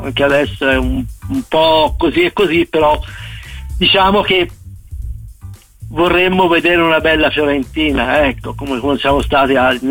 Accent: Florence, Tuscany, Italy; moved away as an adult; now in Bolzano, Italy; io sono nato a Firenze, sicché di conseguenza conosco molto bene la città di Firenze, conosco insomma tutte, anche il fiorentino stesso, diciamo, personaggi fiorentini, siamo borbottoni, siamo legati sia alla città che alla maglia viola

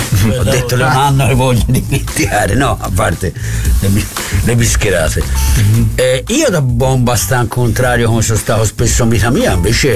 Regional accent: Florence, Tuscany, Italy; noi fiorentini, siamo sempre stati così

